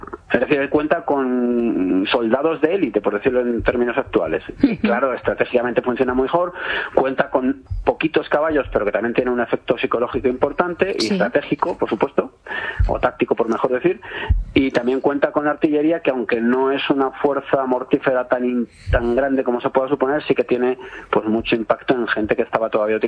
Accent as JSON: {"language": "Spanish", "town": "Cuenca", "region": "Castilla-La Mancha", "country": "Spain", "tie": "born or raised there", "said": "En mi pueblo, en Cuenca estoy."}